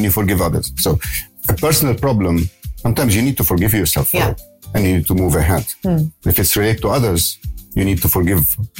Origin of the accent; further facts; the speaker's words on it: Lebanon; moved away; Now, I come from Lebanon.